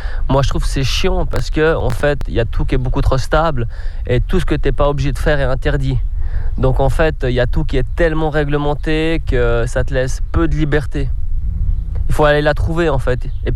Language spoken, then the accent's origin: French; Switzerland